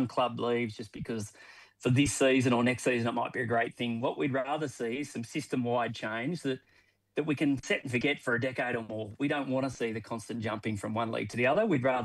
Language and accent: English; Orbost, Victoria, Australia; I grew up in Orboston, so I absolutely understand why it's important to play against communities of interest